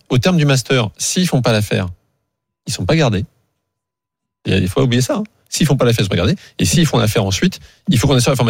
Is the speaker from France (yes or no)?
yes; France